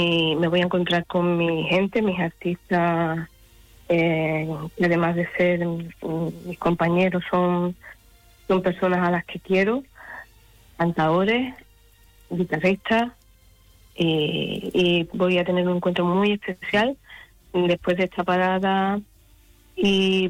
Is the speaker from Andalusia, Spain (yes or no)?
yes; Andalusia, Spain